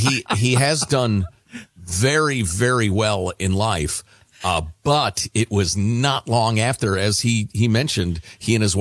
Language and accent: English; Chicago, Illinois, United States; I grew up in Chicagoland. There are tons of Polish people and Slavs and Serbs and all sorts of people.